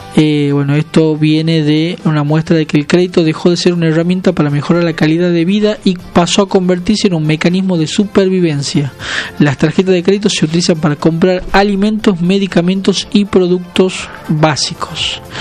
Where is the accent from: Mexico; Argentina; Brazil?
Argentina; qué posición tomamos como argentinos